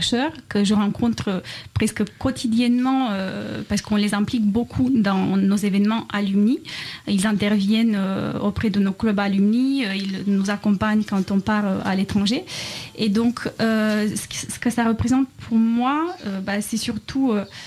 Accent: Romania; now in France; Je viens d'un petit village de Roumanie

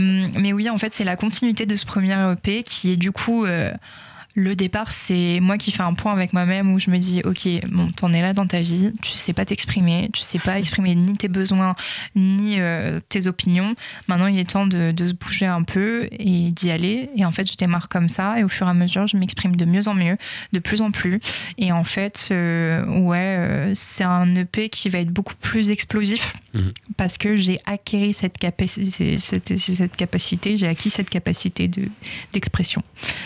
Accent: Lille, Hauts-de-France, France; Et moi, je suis lilloise.

